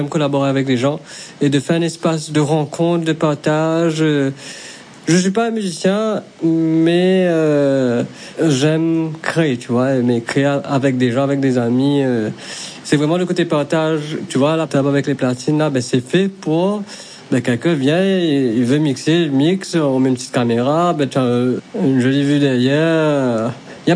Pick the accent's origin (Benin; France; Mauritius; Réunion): Mauritius; Dans chaque pays, quand quelqu'un te demande d'où tu viens, Maurice, Maurice, c'est où?